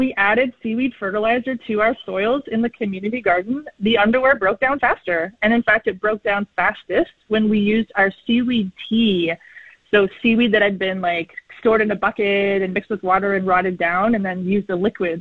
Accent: British Columbia, Canada; So as a child growing up on Vancouver Island, I remember my mom bringing seaweed up from the beach and using it as mulch in our garden.

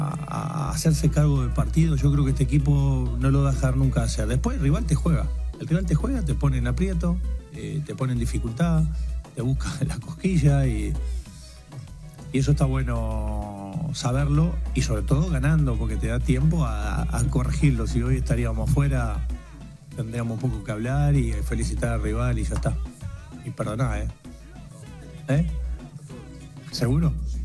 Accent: Argentina; Yo lo que digo, primero, nosotros somos Argentina.

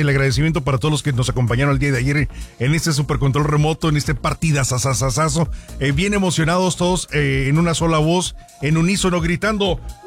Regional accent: Mexico; nosotros como mexicanos

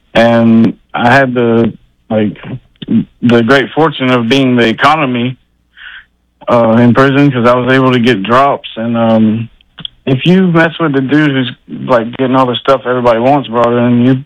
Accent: Savannah, Georgia, United States; And I'm from Savannah, Georgia. I'm like the only white dude in the part of town I'm from.

